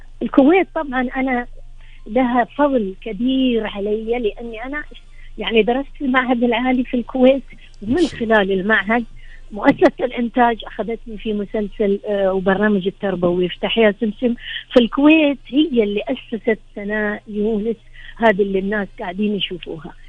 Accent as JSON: {"language": "Arabic", "country": "Bahrain", "said": "البحرين بلد الأمان والسلام والاستقرار، الحمد لله. الله يتمم علينا أمننا واستقرارنا"}